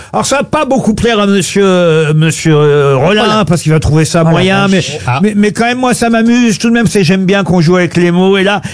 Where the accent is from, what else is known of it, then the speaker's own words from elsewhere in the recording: France; Ah, c'est vrai que la blouse, chez nous en France, vue de dos, c'est pas terrible